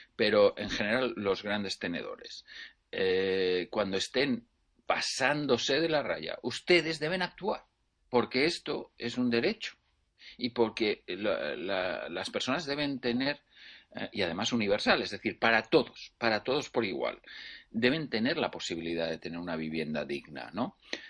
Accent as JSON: {"language": "Spanish", "town": "Zaragoza", "region": "Aragon", "country": "Spain", "tie": "born or raised there", "moved": "yes", "said": "si yo volviera a mi ciudad natal, que es Zaragoza, yo desearía vivir donde había vivido toda mi vida"}